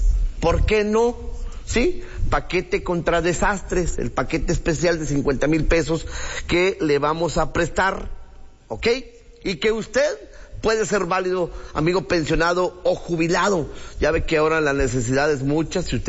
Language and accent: Spanish; Mexico; como buenos mexicanos siempre decimos, no me va a pasar.